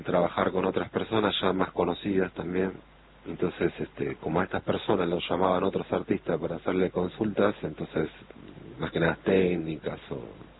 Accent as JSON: {"language": "Spanish", "town": "Lincoln", "region": "Buenos Aires Province", "country": "Argentina", "said": "Vengo de Lincoln."}